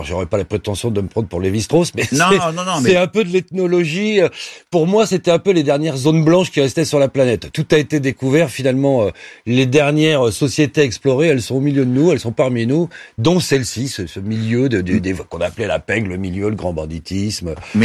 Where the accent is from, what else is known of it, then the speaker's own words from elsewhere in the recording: Pantin, Île-de-France, France; Ouais, j'ai grandi à Pantin.